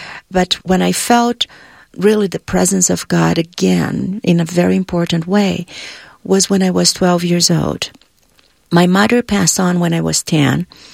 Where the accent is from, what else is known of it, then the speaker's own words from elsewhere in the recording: Brazil; English is a second language; I am originally from Brazil. And during my time, I only had 3 hours of school in the morning from 7 to 10.